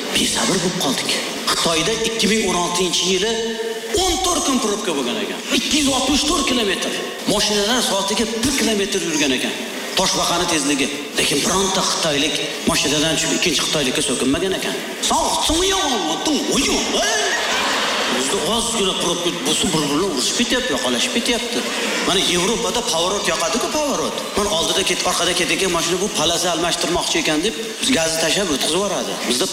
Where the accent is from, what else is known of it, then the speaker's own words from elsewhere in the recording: Tashkent, Uzbekistan; Mana ham Toshkentlikman, o'tib ketay. Chista Toshkentlikman.